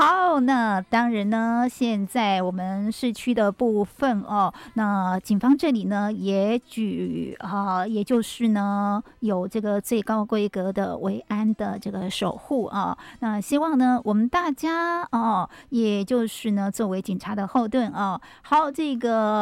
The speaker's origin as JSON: {"language": "Chinese", "region": "Hualien County", "country": "Taiwan", "said": "也确实呢是我们花莲人哦展现我们的热情，同时呢也表现我们的有礼貌的最好的机会了。"}